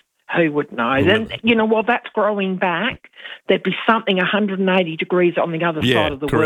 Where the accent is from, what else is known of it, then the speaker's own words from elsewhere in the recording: Whyalla, South Australia, Australia; moved away as an adult; now in Adelaide, Australia; I'm originally from Whyalla